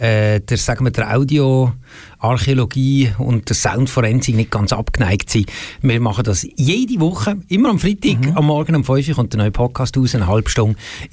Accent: Basel, Basel-Stadt, Switzerland; wir aus Basel kommen, oder? Wir kommen eigentlich aus der Stadt von der Chemie

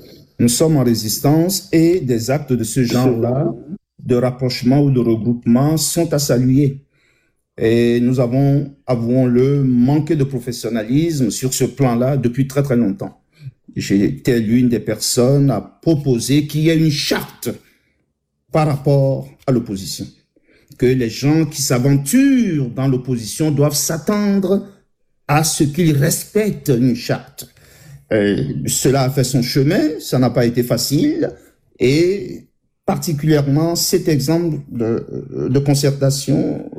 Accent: Togo

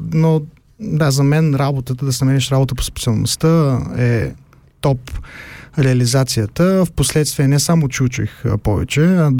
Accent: Burgas, Burgas Province, Bulgaria; moved away as an adult; also born or lived in Germany; now in Zurich, Switzerland; родом съм от Бургас. Завърших ПМГ, природо-математическа гимназия в Бургас. След гимназията отидах да уча в Германия. Там завърших бакалавър. В Германия поработих малко след това. И след това дойдох в Швейцария

